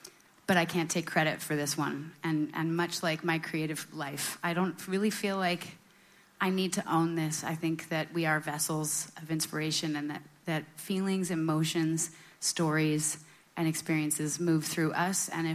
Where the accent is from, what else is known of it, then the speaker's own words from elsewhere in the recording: Vermont, United States; moved away; growing up in Vermont